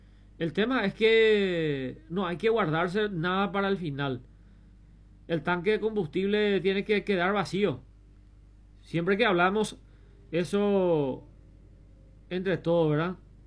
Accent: Paraguay; Y así pues somos los paraguayos.

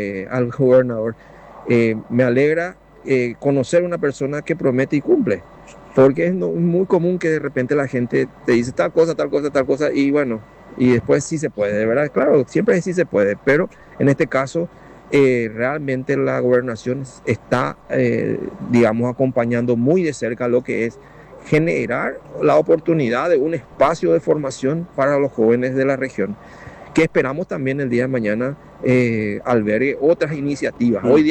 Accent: Chaco, Paraguay

